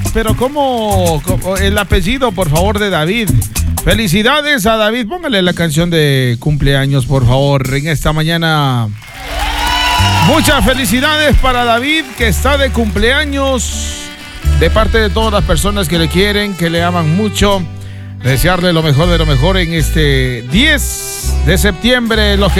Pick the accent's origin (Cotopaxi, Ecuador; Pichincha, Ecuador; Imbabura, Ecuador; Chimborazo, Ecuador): Imbabura, Ecuador; Nuestra provincia de Imbaburas, bien fiestera, bien sanjuanera.